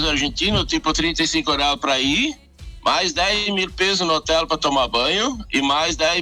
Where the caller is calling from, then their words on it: Arabutã, Santa Catarina, Brazil; Eu sou da Arabutã.